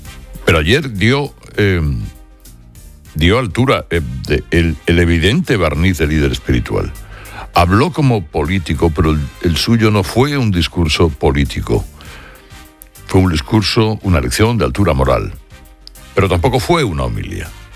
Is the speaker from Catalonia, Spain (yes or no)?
yes; Catalonia, Spain; Yo soy catalana como Gaudí.